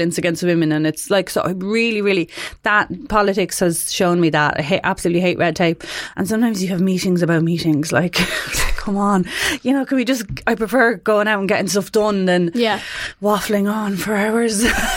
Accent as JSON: {"language": "English", "town": "Cork", "region": "Munster", "country": "Ireland", "tie": "born or raised there", "lives_now": "Carlow, Ireland", "said": "now I'm a blow-in to Carlow, but I grew up in Cork and the town we were in was kind of like, we were in the tech school"}